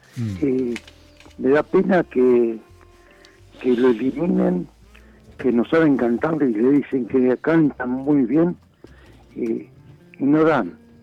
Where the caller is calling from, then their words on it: Berazategui, Buenos Aires Province, Argentina; de Berazategui.